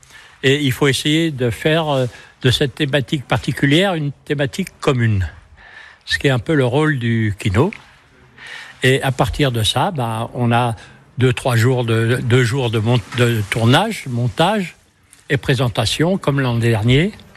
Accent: Clermont-Ferrand, Auvergne-Rhône-Alpes, France; also born or lived in Combrailles; now in Villosanges, France; je suis à la fois de Clermont-Ferrand et des Combrailles.

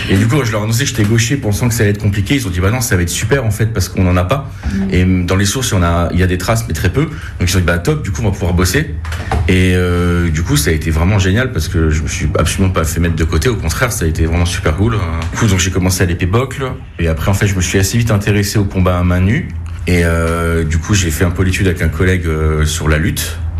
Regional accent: Grand Est, France; moved away as an adult; now in Toulouse, France; je suis pas du tout toulousain. Je suis un importé. Je suis alsacien d'origine. Et du coup, je suis venu faire mes études universitaires à Toulouse.

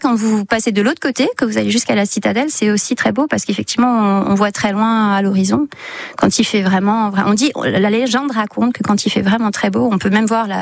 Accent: Bitche, Grand Est, France; Moi, je suis de Beach, mais c'est vrai que les cœurs éléphants, on est dans le Beacherland.

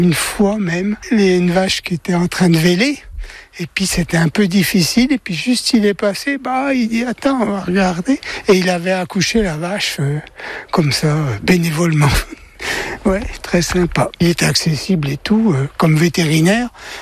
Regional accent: Tôte, France; il passait toujours par le petit village où je suis né, à Tôte, exactement. Mes parents venaient le bistrot avec poste à essence.

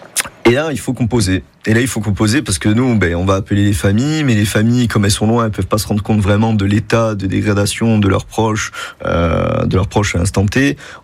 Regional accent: Corsica, France

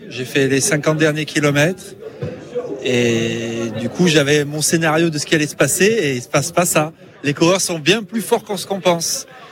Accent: Lyon, Auvergne-Rhône-Alpes, France; Je suis de Lyon, oui.

